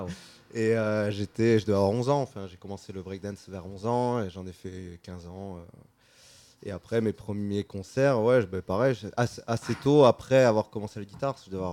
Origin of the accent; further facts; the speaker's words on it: Toulouse, Occitanie, France; born there; also born or lived in Paris region; je suis originaire de région parisienne, mais je suis arrivé à Toulouse à 9 ans. Donc, j'en ai 39, donc on va dire que je suis toulousain quand même.